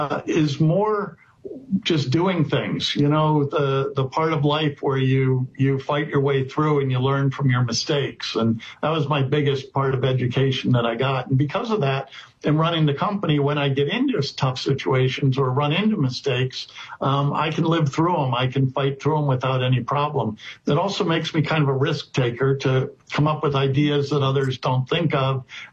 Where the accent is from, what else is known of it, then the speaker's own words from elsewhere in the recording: Pennsylvania, United States; I'm from just outside of Philadelphia, Pennsylvania. I have one sister who's older, and I basically grew up in this area.